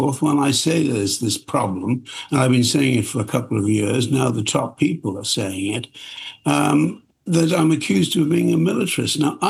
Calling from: Cardiff, Wales, United Kingdom; I mean, I'm speaking from Cardiff. They're making a new armored vehicle, the Ajax, in Merthyr Tydfil, a short distance from me as I speak.

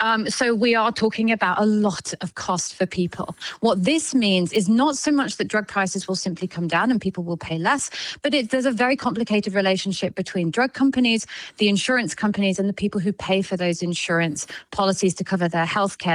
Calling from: England, United Kingdom; And I'm speaking from England, where we do indeed pay for them.

